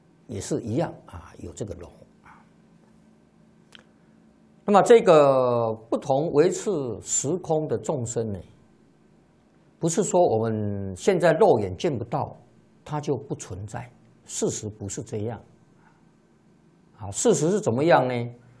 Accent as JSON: {"language": "Chinese", "country": "China", "said": "但是我们中国人观念啊，心目当中啊，就是有龙。"}